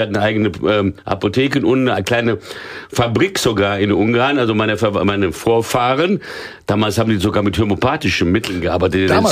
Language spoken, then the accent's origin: German; São Paulo, Brazil; Als Baby nach São Paulo, da bin ich aufgewachsen.